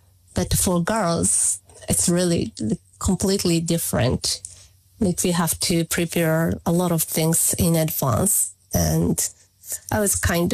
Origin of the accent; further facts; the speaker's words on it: Japan; English is a second language; Since this is my home country and I have lived here for almost entire my life, it's a special country